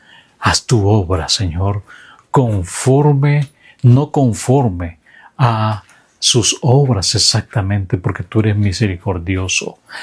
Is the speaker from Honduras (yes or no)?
yes; Honduras